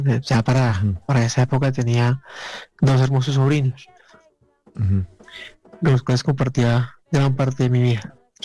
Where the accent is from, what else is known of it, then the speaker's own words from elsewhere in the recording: Colombia; also born or lived in Bogotá; Bueno, yo nací en Bogotá. Ajá. Una familia tradicional. Y pues nada, afortunadamente, a Dios gracias, crezco alrededor de Colombia.